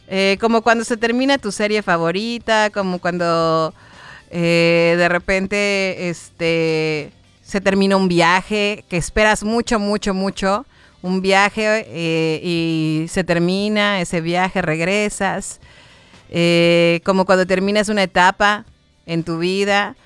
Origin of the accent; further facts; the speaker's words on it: Yucatán, Mexico; Al contrario, es un orgullo y más orgullo ser mexicana y más ser yucateca.